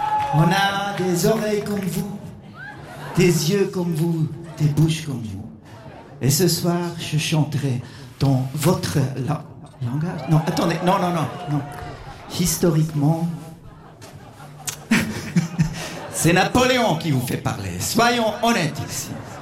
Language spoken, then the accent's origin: French; Bern, Switzerland; French is a second language; on vient de Berne.